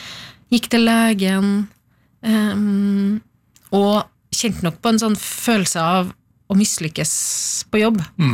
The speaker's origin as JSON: {"language": "Norwegian", "town": "Trondheim", "region": "Trøndelag", "country": "Norway", "also_born_or_lived": "Oslo", "moved": "as an adult", "lives_now": "Trondheim, Norway", "said": "vi flyttet jo hjem fra Oslo til Trondheim for å være nær min mor. Ja. Altså, jeg jobbet I Oslo og bodde I Oslo mange år."}